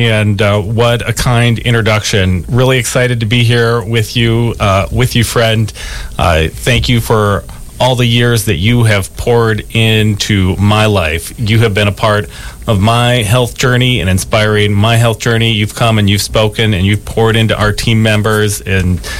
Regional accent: Richfield, Minnesota, United States; also born or lived in Bloomington; Richfield, which is a city that I grew up in. I was born in Bloomington, attended Bloomington, Richfield.

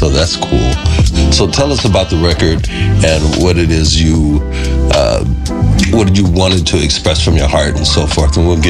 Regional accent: Des Moines, Iowa, United States; now in Minneapolis, United States; As you know, I grew up in Des Moines back in the day. And I moved to Minneapolis here in 87.

